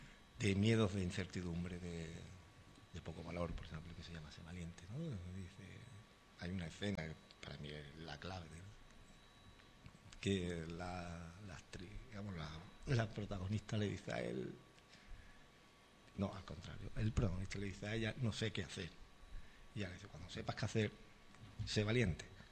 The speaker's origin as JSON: {"language": "Spanish", "town": "Sanlúcar de Barrameda", "region": "Andalusia", "country": "Spain", "tie": "born or raised there", "said": "el orgullo que siento estos días de haber nacido en este pueblo"}